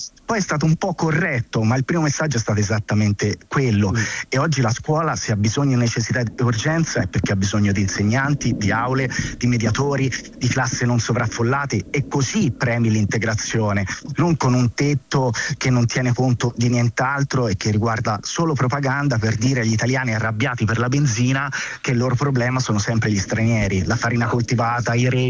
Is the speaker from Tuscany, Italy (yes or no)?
yes; Prato, Tuscany, Italy; now in Rome, Italy; così come io sono originario di Prato, che è, come sapete, uno dei casi nazionali in cui ci sono più stranieri assieme a Milano